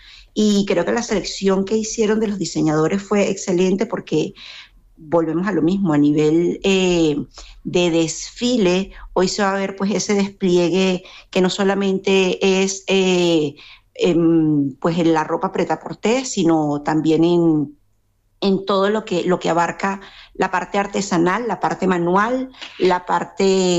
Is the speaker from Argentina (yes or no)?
no; Venezuela; moved away as an adult; now in Lanzarote, Spain; Yo soy venezolana, las circunstancias nos obligaron, como muchas de nosotros, a conseguir realmente nuestras raíces, y nosotros pues decidimos mudarnos a España